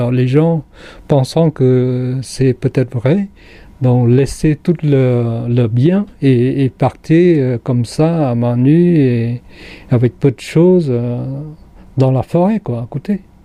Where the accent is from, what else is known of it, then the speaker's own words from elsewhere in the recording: Cambodia; French is a second language; moved away as an adult; now in France; À l'époque, c'était en avril 1975, j'ai quitté le Cambodge.